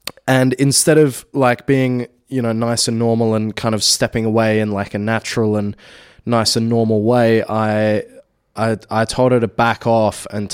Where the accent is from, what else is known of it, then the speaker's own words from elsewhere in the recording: Adelaide, South Australia, Australia; And because I'm from Adelaide, I don't like that.